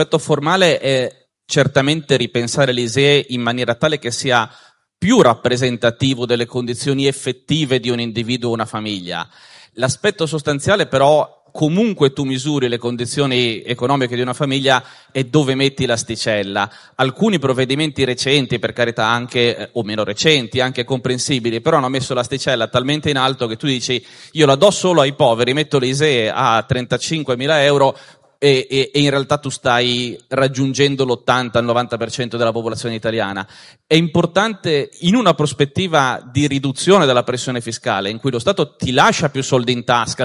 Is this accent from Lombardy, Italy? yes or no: no; Genoa, Liguria, Italy; Io sono genovese